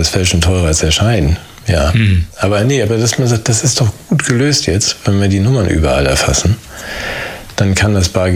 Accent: Germany; Wir wollen uns gerne auflösen als Deutsche.

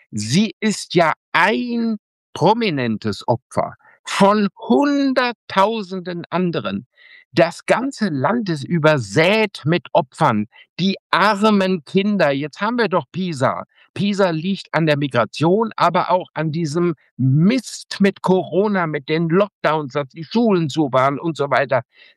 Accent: North Rhine-Westphalia, Germany; Donnerstag, der 8. Oktober bin ich in Bünde in Westfalen, in meiner Heimat Ostwestfalen in der Stadthalle.

